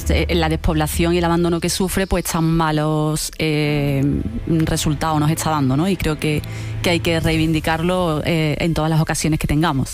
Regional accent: Seville, Andalusia, Spain; Yo soy de Sevilla, sí, desde donde os hablo.

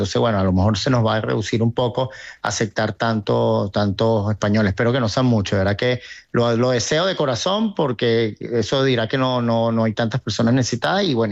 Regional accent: Venezuela; also born or lived in Tenerife; Yo tengo 55 años y nací acá. Viví allá en Tenerife un tiempo, pero toda mi vida la he pasado acá y como soy venezolano.

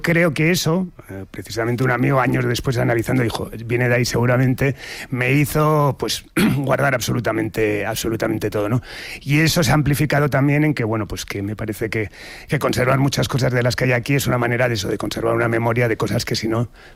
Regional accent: Madrid, Community of Madrid, Spain; yo vivía, me crié en Alonso Cano 3, en Chamberí

